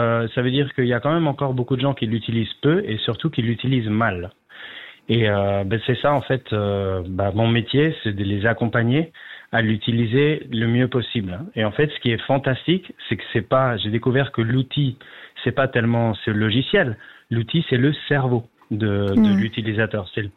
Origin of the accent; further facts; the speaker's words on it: Switzerland; en fait, j'ai la chance d'avoir accompagné tout public, dès ce qu'on appelle chez nous en Suisse les seniors